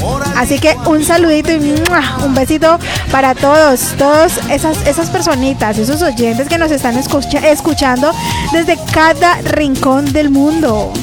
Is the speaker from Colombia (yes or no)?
yes; Colombia; moved away